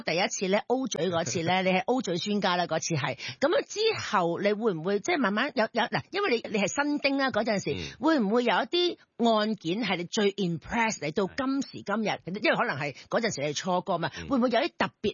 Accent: Hong Kong

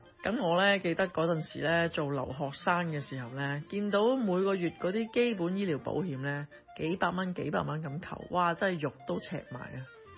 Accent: Hong Kong; 我哋香港人

